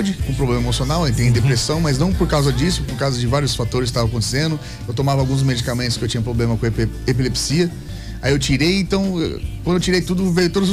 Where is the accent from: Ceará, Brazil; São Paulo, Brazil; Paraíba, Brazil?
São Paulo, Brazil; Mauá; also born or lived in São Bernardo do Campo; now in Ribeirão Pires, Brazil; Eu nasci em São Bernardo, cresci no Zaire, em Mauá, e moro em Ribeirão Pires. São todas cidades vizinhas do ABC Paulista.